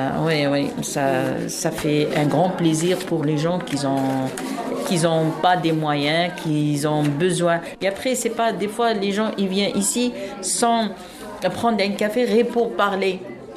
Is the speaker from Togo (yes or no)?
no; Algeria; Oui, oui, oui. Moi, je suis algérienne.